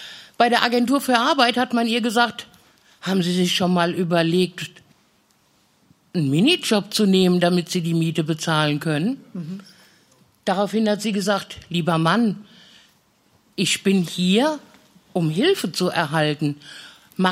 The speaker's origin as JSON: {"language": "German", "region": "Westerwald", "country": "Germany", "said": "ich komme aus dem Westerwald, bin 59 Jahre alt, habe zwei Kinder"}